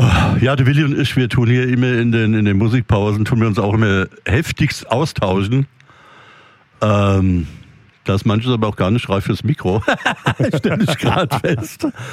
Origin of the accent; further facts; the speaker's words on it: Rüsselsheim, Hesse, Germany; born there; ich bin hier in Rüsselsheim geboren. Mein Papa ist sogar schon irgendwo, in Rüsselsheim ist er nicht geboren, muss ich mal gucken. Aber dritte Generation in Deutschland, da kann ich nicht sagen, dass ich Schweizer bin. Ich habe den Schweizer Pass